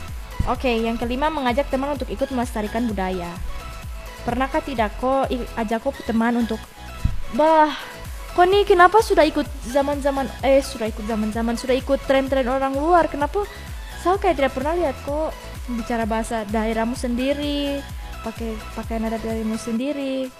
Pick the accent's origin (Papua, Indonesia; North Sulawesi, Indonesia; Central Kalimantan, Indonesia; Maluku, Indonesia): Maluku, Indonesia; Ambon; Kalau saya Ambon.